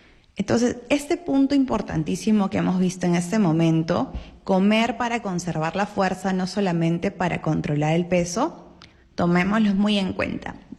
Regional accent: Peru; Porque usualmente nosotros como peruanos, pues, solemos servir la mitad del plato de arroz

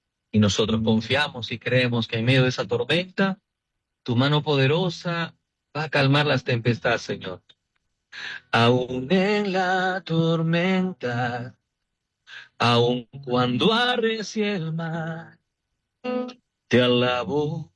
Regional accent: Peru

